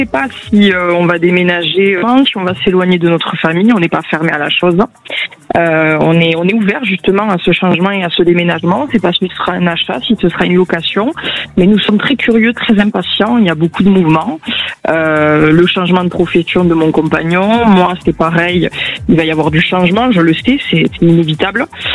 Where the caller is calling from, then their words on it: Bolquère, Occitanie, France; je vous appelle actuellement de Bolcaire, dans le proche des Angles, dans le 66.